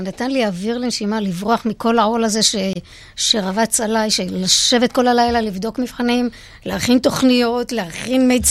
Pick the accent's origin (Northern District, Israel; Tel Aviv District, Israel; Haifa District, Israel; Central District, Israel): Central District, Israel; Yavne; now in Ashkelon, Israel; אני מאשקלון, במקור מיבנה, אבל כרגע מאשקלון. אני גמלאית של משרד החינוך.